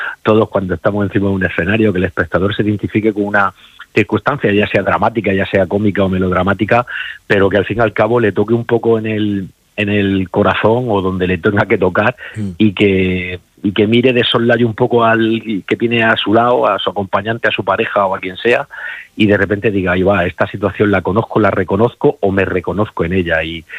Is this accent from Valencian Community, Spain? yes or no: no; Region of Murcia, Spain; siempre venir aquí a la región a trabajar, a la tierra de donde eres, pues siempre te da ese plus, ¿no?